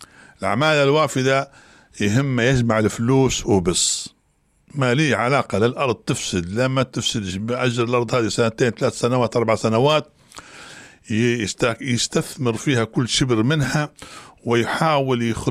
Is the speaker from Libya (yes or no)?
yes; Libya; وأنتم نعرفوا وإحنا كنا كليبيين نعرفوا استنزاف الأرض